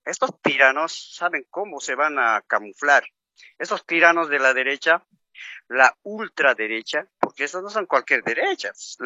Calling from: Cochabamba, Bolivia; desde Cochabamba.

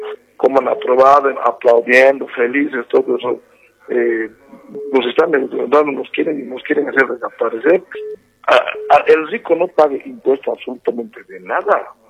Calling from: Cochabamba, Bolivia; aquí hablan desde Cochabamba, zona sur.

